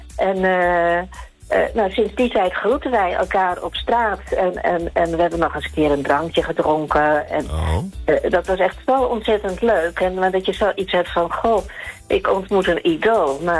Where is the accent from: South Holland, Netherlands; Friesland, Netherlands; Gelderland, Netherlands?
Friesland, Netherlands; Schiermonnikoog; En ik kwam oorspronkelijk van Schiermonnikoog en daar had ik altijd grote posters hangen